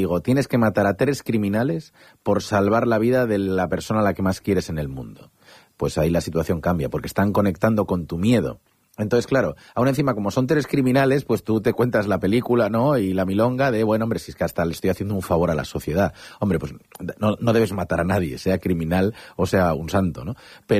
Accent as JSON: {"language": "Spanish", "town": "Vigo", "region": "Galicia", "country": "Spain", "moved": "yes", "lives_now": "Madrid, Spain", "said": "yo soy de Vigo y tengo allí a toda mi familia"}